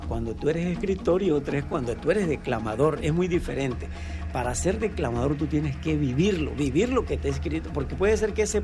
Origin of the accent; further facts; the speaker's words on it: Frontera, Tabasco, Mexico; moved away as an adult; also born or lived in Mexico City; now in Chilapa, Mexico; chilango, okay. Nací en el Distrito Federal. Pero solamente fue por un periodo de tiempo muy corto y de ahí regresé a mis orígenes, a Tabasco específicamente, al municipio de Centla, la cabecera municipal de Frontera. De ahí soy. Ahí okay. llevé casi todos mis estudios